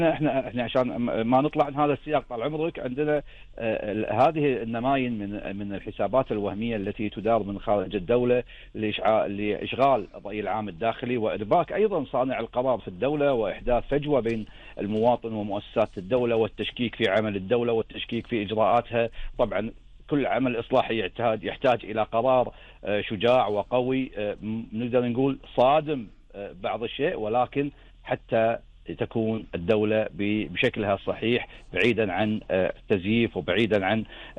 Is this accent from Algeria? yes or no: no; Kuwait; ونحن ككويتيين